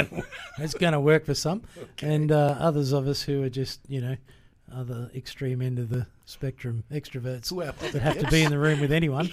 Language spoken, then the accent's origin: English; New South Wales, Australia; I'm an Aussie, you know. Actually, I did my schooling in Central West New South Wales